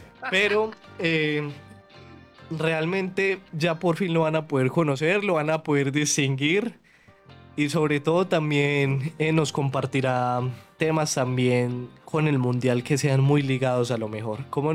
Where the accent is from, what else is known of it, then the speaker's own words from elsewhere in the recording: Colombia; necesitamos unirnos más como colombianos.